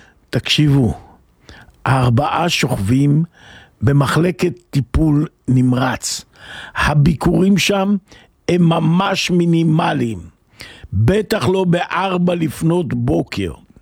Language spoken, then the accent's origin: Hebrew; Northern Israel, Israel; אצלנו בצפון יש רמב״ם